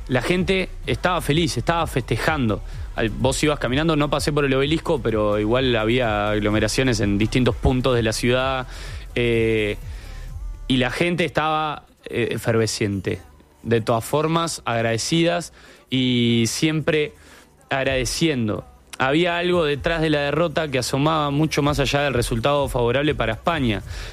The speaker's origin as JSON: {"language": "Spanish", "country": "Uruguay", "said": "somos uruguayos."}